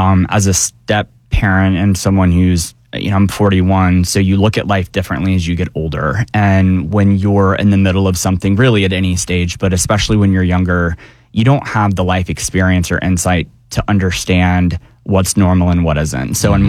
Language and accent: English; Marietta, Georgia, United States; I grew up in Marietta, Georgia.